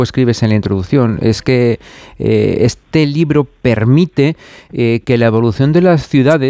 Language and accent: Spanish; Madrid, Community of Madrid, Spain; pues este libro viene muy bien para explicar cómo somos los madrileños en nuestro día a día.